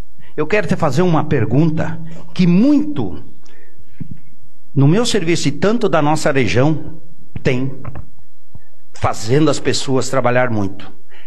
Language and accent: Portuguese; Maravilha, Santa Catarina, Brazil; Marcos, você sabe que eu sou de Maravilha também. A minha mãe, ela trabalhou muito na PAI de Maravilha.